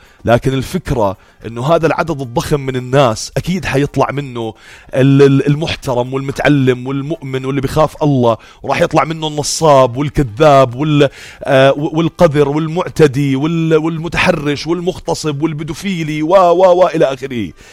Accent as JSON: {"language": "Arabic", "country": "Jordan"}